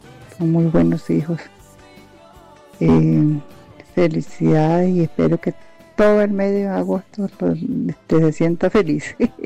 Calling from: Desamparados, San José, Costa Rica; de aquí de Cerca, Desamparado.

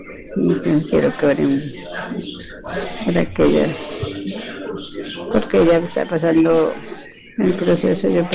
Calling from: Siquirres, Limón, Costa Rica; soy de Siquirres.

